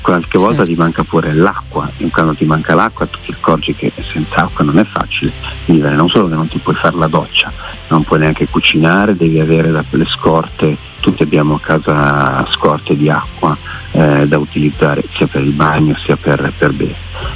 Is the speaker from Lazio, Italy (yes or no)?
no; Milan, Lombardy, Italy